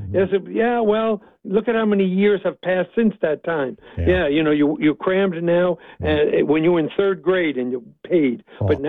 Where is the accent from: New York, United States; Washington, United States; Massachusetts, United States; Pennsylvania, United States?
New York, United States; I'm from New York, so I can do this.